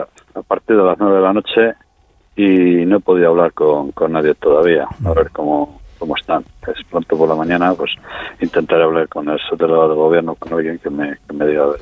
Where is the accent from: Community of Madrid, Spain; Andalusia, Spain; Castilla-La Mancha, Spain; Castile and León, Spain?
Castile and León, Spain; Venta de Baños; born or raised there